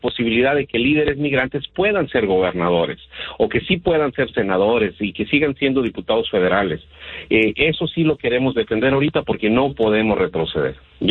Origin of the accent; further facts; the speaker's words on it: Mexico; now in United States; como comunidad mexicana que reside en el extranjero